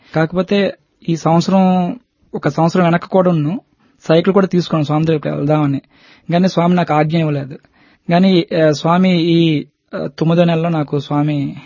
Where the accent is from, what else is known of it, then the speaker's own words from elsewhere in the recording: Andhra Pradesh, India; moved away as an adult; now in Visakhapatnam, India; యాక్చువల్గా మాది శ్రీకాకుళం డిస్ట్రిక్ట్ కోడుమల్లి మండలం. అక్కడ నుంచి నా చదువు అంతా అయింది.